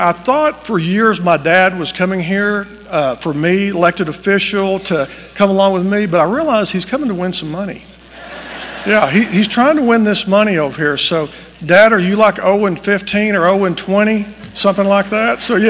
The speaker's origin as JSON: {"language": "English", "town": "Tishomingo", "region": "Oklahoma", "country": "United States", "tie": "born or raised there", "said": "our historic capital of Tishomingo. And this is my hometown, born and raised here. Love it here, still live here."}